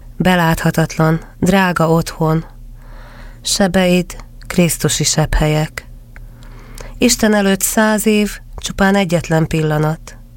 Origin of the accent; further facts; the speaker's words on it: Berehove, Zakarpattia Oblast, Ukraine; moved away as an adult; now in Hungary; Most már nyugodt szívvel tudom azt mondani, hogy Beregszász örökké az én drága szülőföldem lesz.